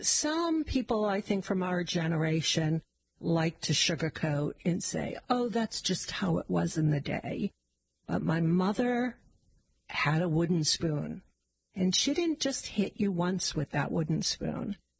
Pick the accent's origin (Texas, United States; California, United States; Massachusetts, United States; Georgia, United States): Massachusetts, United States; Wellesley; also born or lived in Arlington; My parents were from Belmont. So initially we lived in Arlington, right next to Belmont. But my father was working for Polaroid and wanted to move out to Wellesley.